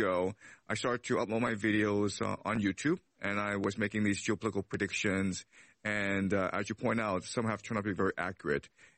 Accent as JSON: {"language": "English", "town": "Toronto", "region": "Ontario", "country": "Canada", "tie": "born or raised there", "moved": "as an adult", "lives_now": "China", "said": "Yeah, so I was born in China, but when I was 6, we went over to Toronto. That's where I grew up. I studied at Yale College, English Literature, and then I went back to China to work in education."}